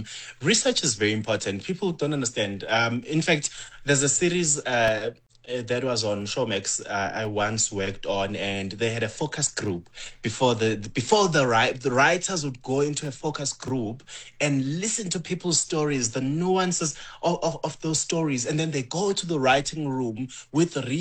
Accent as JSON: {"language": "English", "region": "KwaZulu-Natal", "country": "South Africa", "said": "The accent is not the same. I'm from Zululand. Someone who stays in Durban, they have a different accent."}